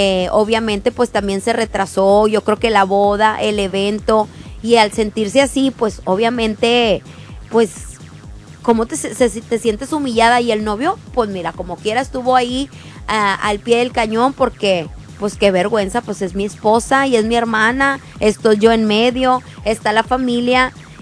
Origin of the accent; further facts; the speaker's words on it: Mexico; porque somos familia, porque somos mexicanos.